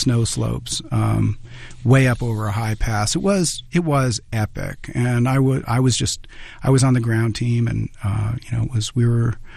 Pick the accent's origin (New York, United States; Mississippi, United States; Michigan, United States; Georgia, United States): New York, United States; Brooklyn; So I grew up in Brooklyn Heights, which is, You know, it's a genteel neighborhood above the piers, right across from the financial district in Brooklyn.